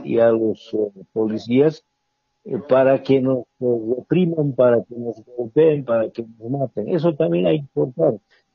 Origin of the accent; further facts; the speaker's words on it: Bolivia; nos hacen como bolivianos